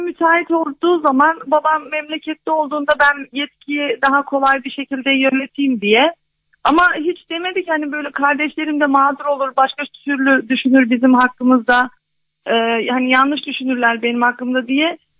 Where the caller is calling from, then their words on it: Istanbul, Turkey; ben İstanbul'dan arıyorum